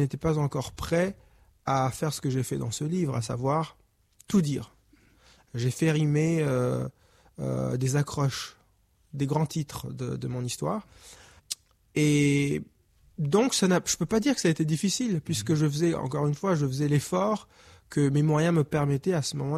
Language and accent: French; Rwanda; now in Canada